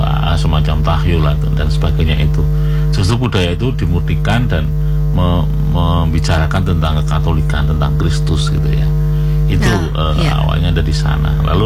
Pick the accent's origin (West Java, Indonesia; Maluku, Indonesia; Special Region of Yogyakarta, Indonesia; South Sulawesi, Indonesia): Special Region of Yogyakarta, Indonesia; dulu awal-awal saya asli dari Kanjuran ya.